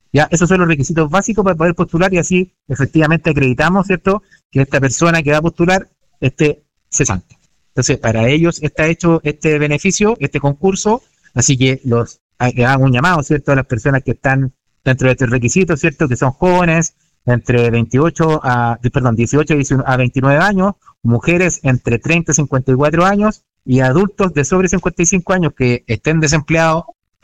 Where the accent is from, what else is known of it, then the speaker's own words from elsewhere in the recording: Chile; siendo uno siempre chileno